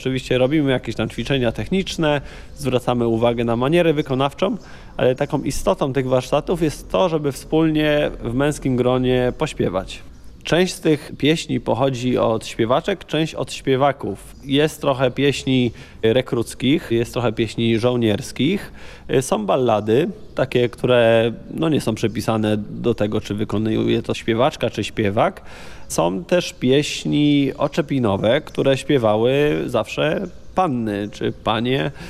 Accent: Greater Poland Voivodeship, Poland; z tej części Wielkopolski, z której ja pochodzę, a pochodzę z pogranicza regionu Kozła i regionu występowania dud typu bukowsko-kościańskiego

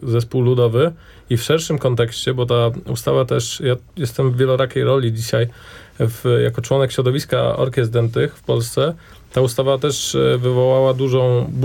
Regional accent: Greater Poland Voivodeship, Poland; moved away; ja pochodzę z małej miejscowości w powiecie, w którym w zachodniej Wielkopolsce funkcjonowała powiatowa orkiestra dęta oraz zespół folklorystyczny, akurat w mojej rodzinnej wiosce.

